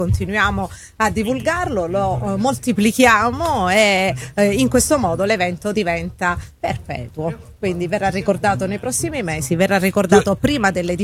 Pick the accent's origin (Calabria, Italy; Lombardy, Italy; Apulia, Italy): Calabria, Italy; Reggio Calabria; Io in realtà sono di Reggio.